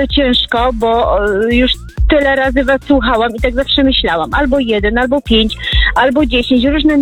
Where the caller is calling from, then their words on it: Silesian Voivodeship, Poland; W takiej małej miejscowości między Cieszyna.